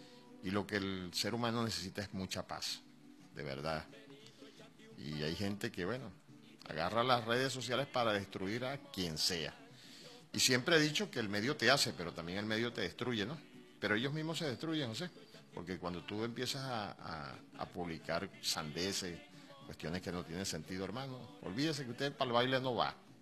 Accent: Venezuela; nosotros somos venezolanos y este país es de todos

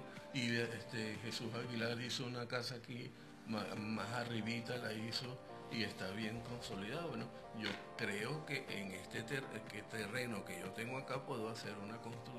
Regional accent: Venezuela; ahí había habíamos como 30 venezolanos, jóvenes, todos, ¿qué? 23, 24 años, 25 años.

